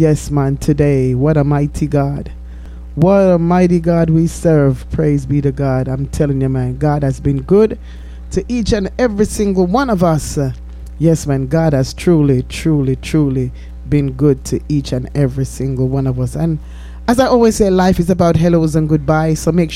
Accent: Spanish Town, Saint Catherine, Jamaica; Doreen and I grew up together in Spanish Town.

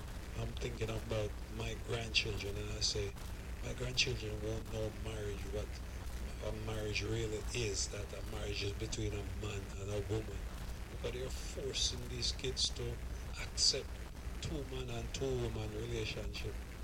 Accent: Jamaica; we are from Jamaica

